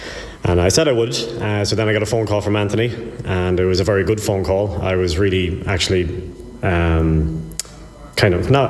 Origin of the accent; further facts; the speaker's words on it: Sligo, Connacht, Ireland; I'm 30 years old. I'm from Sligo Town.